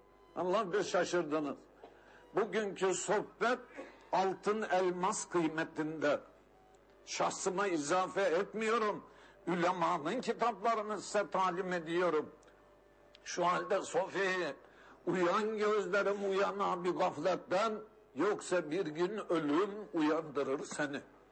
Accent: Afyonkarahisar, Turkey; Elimdeki kitap, ben Afyon Karahisarlıyım.

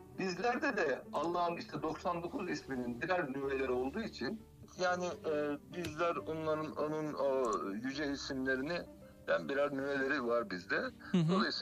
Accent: Sakarya, Turkey; benim memleketimden Sakarya gelenim ben.

